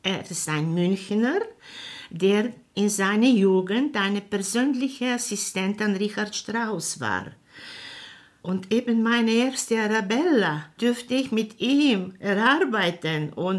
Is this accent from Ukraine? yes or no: no; Bulgaria; In meiner Heimatstadt findet sich die älteste Opernhaus Bulgariens, in der Provinz nach Sofia. Ich bin praktisch in dieser Oper aufgewachsen.